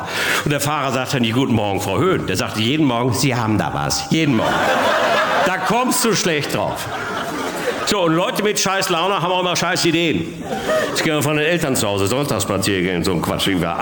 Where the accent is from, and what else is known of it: Bochum, North Rhine-Westphalia, Germany; born or raised there